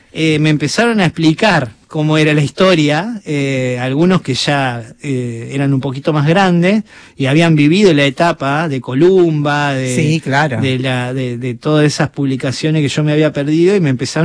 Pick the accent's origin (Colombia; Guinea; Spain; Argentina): Argentina; todo ocurría en mi país, en lugares reconocibles de Buenos Aires